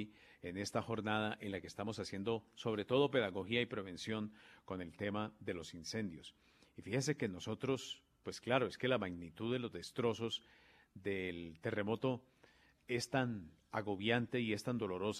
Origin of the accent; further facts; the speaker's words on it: Candelaria, Valle del Cauca, Colombia; now in Bogotá, Colombia; cuando yo era niño, siempre a las 12 del día sonaba la sirena, Germán. La sirena sonaba en mi pueblo.